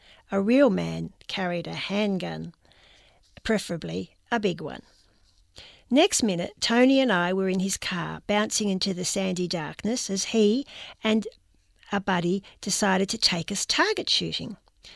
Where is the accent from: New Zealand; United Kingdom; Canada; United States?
United Kingdom; moved away as an adult; now in Australia; Growing up in Britain, no one I knew had a gun, and licenses were practically impossible to obtain. Which brings me to my first week in Australia as a newly landed migrant.